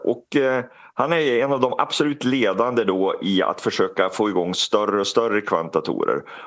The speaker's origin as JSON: {"language": "Swedish", "country": "Sweden", "said": "Det är ju utan tvekan, det är inte bara för vi är svensk, utan det är ju det största priset."}